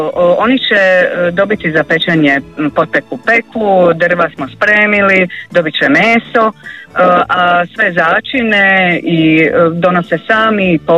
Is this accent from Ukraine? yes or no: no; Split-Dalmatia County, Croatia; ovdje kod nas u Cetinskoj krajini